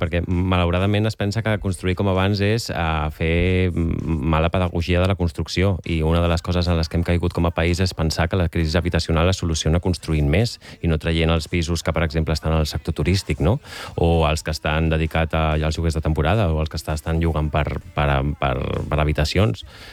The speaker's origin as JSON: {"language": "Catalan", "town": "Terrassa", "region": "Catalonia", "country": "Spain", "tie": "born there", "said": "Jo a Terrassa, visc a la perifèria."}